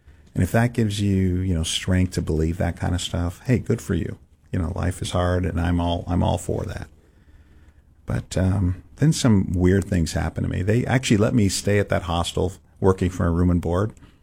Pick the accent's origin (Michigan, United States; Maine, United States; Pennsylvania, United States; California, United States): California, United States; San Francisco; And part of it is I'm growing up in San Francisco, so it's not like you're not in the middle of church culture.